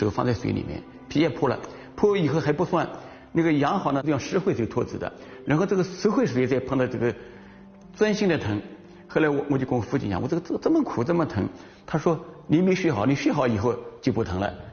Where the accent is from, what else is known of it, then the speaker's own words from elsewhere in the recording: Yangzhou, Jiangsu, China; now in Shanghai, China; 刚才讲我是扬州人了，当时我就也加一个心愿，不但要做好笔，还要做好人。我到上海以后，一定要做一个让人瞧得起的人。